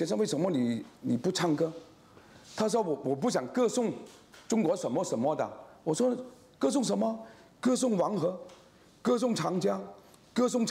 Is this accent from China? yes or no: no; Malaysia; now in Australia; 特别我们马来西亚华人，他们语言非常丰富的。